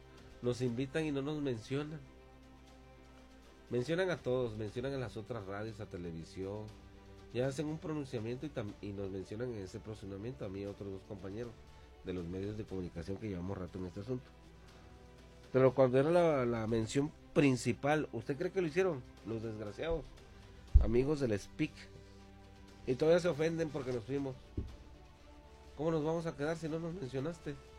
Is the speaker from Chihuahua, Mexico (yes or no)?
yes; Ciudad Juárez, Chihuahua, Mexico; Horizontes, mi tierra